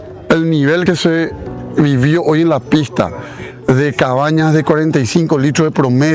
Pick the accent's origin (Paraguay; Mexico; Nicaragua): Paraguay